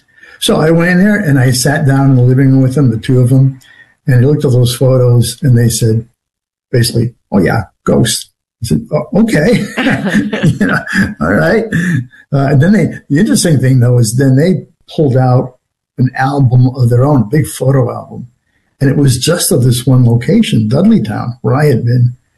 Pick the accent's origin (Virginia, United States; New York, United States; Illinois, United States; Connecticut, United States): Connecticut, United States; I grew up in New England, Connecticut specifically, and, you know, I couldn't walk 20 yards without finding some old 18th century graveyard or 17th century graveyard, you know.